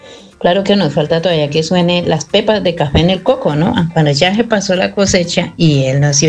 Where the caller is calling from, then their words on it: La Plata, Huila, Colombia; reportando sintonía desde el municipio de La Plata